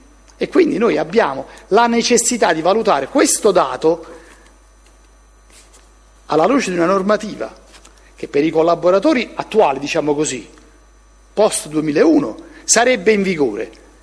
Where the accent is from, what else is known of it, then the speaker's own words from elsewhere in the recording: Naples, Campania, Italy; Io sono napoletano, ho lavorato quasi tutta la mia vita a Napoli